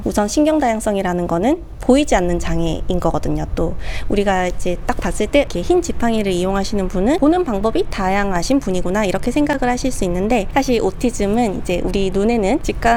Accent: South Korea; 한국인 연사로서는 유일하게 이제 단독 무대에서 이제 발표를 했어요.

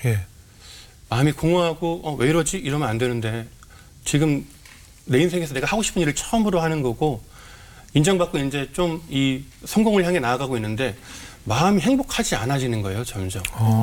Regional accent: Chuncheon, Gangwon, South Korea; 휴가를 얻어서 춘천 고향집에 잠깐 들어왔습니다.

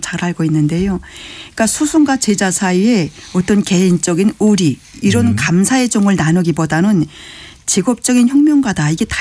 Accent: Sunchon, South Pyongan, North Korea; moved away as an adult; now in South Korea; 순천 지역 경제의 발전에 관한 연구. 제 고향입니다.

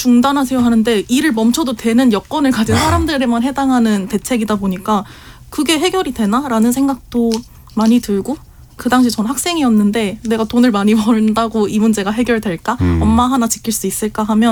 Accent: Seoul, South Korea; 저는 서울에 있는 빌라에서 거기서 태어나서 평생을 자랐거든요.

